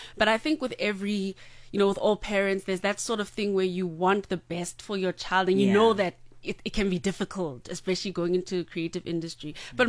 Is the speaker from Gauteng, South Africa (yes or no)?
yes; Johannesburg, Gauteng, South Africa; I grew up, born and bred in Johannesburg, and I've been singing since I was 3.